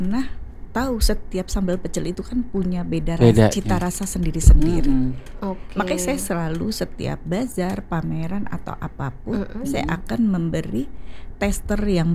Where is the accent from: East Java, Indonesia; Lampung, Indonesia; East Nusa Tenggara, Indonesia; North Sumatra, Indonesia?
Lampung, Indonesia; now in Jakarta, Indonesia; Saya kebetulan asli orang Lampung dan memang ada di sini.